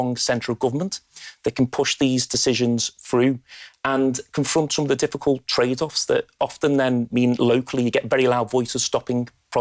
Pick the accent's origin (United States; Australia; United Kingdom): United Kingdom; the north of England; I'm from the North